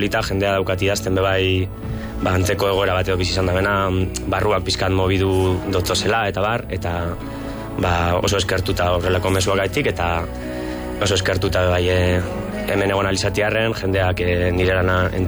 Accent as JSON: {"language": "Basque", "town": "Lekeitio", "region": "Basque Country", "country": "Spain", "tie": "born or raised there", "said": "Lekeition, nire jaioterrian"}